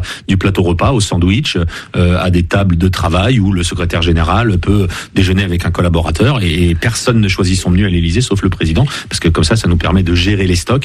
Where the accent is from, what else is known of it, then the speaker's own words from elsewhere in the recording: Neuilly-Plaisance, Île-de-France, France; je suis de Neuilly-Plaisance.